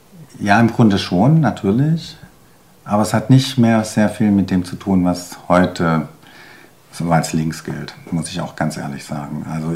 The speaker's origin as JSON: {"language": "German", "town": "Tübingen", "region": "Baden-Württemberg", "country": "Germany", "moved": "yes", "said": "Ich komme ursprünglich aus Tübingen."}